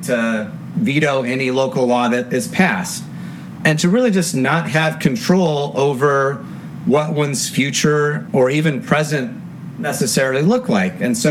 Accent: Guam; and really found so many people, I guess similar to yourself, I say, oh, I'm from Guam.

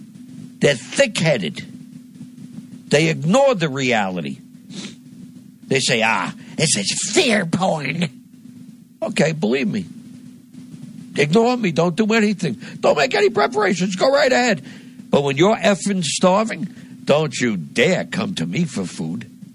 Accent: New Jersey, United States; here in my home state of New Jersey

